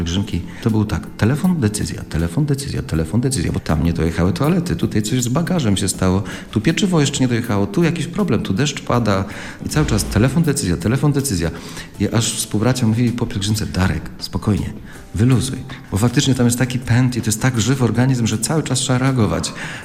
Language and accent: Polish; Warsaw, Masovian Voivodeship, Poland; Znam ten kościół od dziecka, ja pochodzę z Warszawy